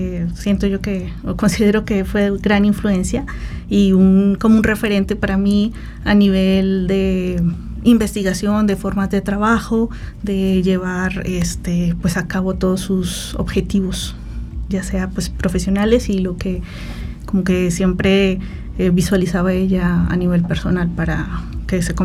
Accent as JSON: {"language": "Spanish", "region": "Bogotá", "country": "Colombia", "moved": "as an adult", "lives_now": "San Luis Potosí, Mexico", "said": "Yo soy de Bogotá, Colombia, uh-huh. Y llegué aquí a hacer el doctorado."}